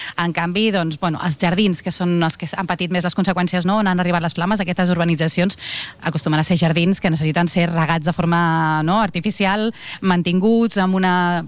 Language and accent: Catalan; Rupià, Catalonia, Spain; Jo algun dia has de venir al meu poble, a Rupià